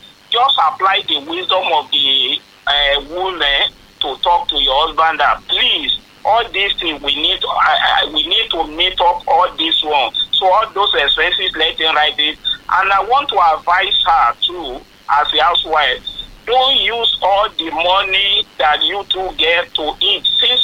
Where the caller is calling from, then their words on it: Ojo, Lagos, Nigeria; I'm calling from Ojo side.